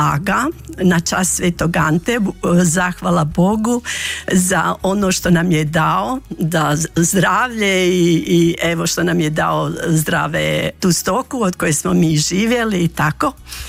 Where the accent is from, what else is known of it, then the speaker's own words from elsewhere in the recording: Grabovica, Federation of Bosnia and Herzegovina, Bosnia & Herzegovina; born there; A ja sam rođena u Grabovici, znači općina Tomislavgrad.